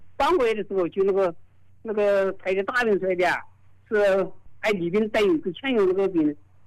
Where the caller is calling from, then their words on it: Qianjiang, Hubei, China; 我是潜江龙湾。